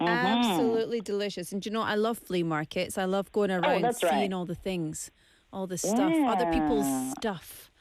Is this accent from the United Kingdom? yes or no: yes; Scotland, United Kingdom; now in Fukuoka, Japan; I'm from Scotland